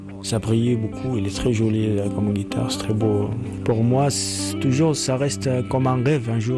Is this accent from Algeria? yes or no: yes; Tamanrasset, Tamanrasset Province, Algeria; Je me rappelle, il y a un mariage chez nous à Tamanrasset, donc on a invité les artistes.